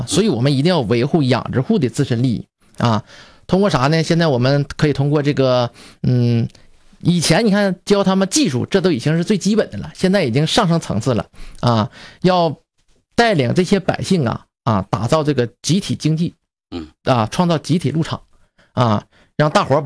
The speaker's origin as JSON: {"language": "Chinese", "town": "Changchun", "region": "Jilin", "country": "China", "tie": "born or raised there", "said": "能够认可我的家乡"}